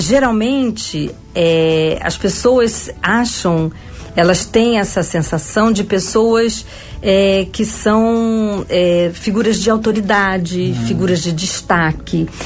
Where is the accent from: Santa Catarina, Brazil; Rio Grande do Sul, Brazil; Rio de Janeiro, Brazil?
Rio de Janeiro, Brazil; Sou formada aqui no Rio, sou carioca